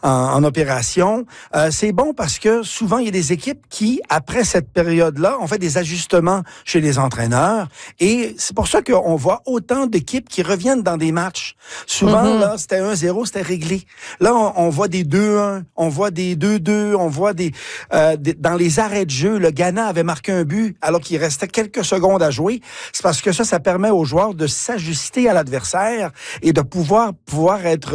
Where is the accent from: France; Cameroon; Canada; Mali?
Canada; On a la culture du hockey chez nous au Canada